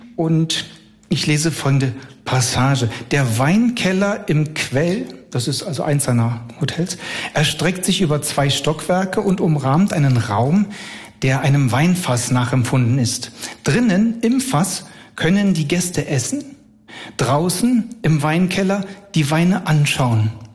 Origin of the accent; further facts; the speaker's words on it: Northern Germany, Germany; Ich komme ja aus dem Norden, wir müssen aushalten.